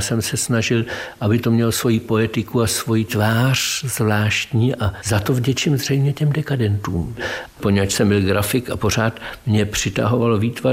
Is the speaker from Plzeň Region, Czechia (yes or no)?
no; Prague, Czechia; Byli jsme oba ze Spořilova